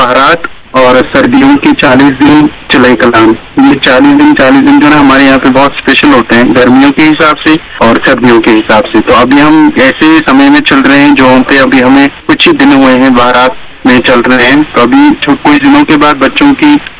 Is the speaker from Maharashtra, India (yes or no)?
no; Jammu and Kashmir, India; बच्चों को जब छुट्टियाँ मिलती है तब हम कश्मीरी लोग भी जैसे आपके वहाँ पे आते हैं घूमने, हम भी यहाँ पे घूमने निकलते हैं बच्चों के साथ